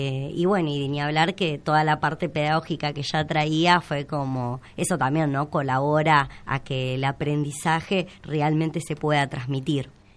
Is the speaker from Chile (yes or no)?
no; Patagonia, Argentina; also born or lived in Entre Ríos; yo la verdad es que solamente nací en Entre Ríos. Mi familia desde los 8 meses me trajeron a vivir a esta hermosa Patagonia, al sur, al mar. Y bueno, y me crié acá.